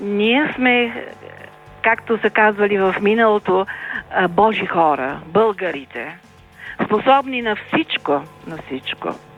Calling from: Sofia, Sofia City, Bulgaria; Добър ден … съм от София.

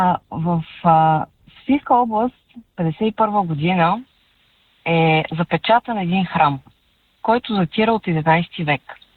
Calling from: Sofia, Sofia City, Bulgaria; от София съм пак.

